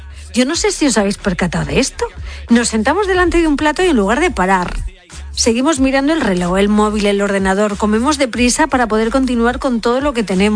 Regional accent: Spain; es verdad que los españoles somos los europeos que menos tiempo dedicamos al almuerzo

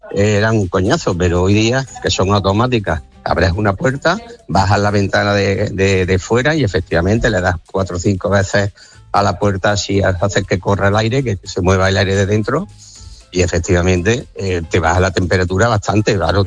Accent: Córdoba, Andalusia, Spain; como yo soy de Córdoba, lógicamente, ¿quién no tiene un apartamentito o un pisito en la playita pues, para poder irte a Málaga los fines de semana?

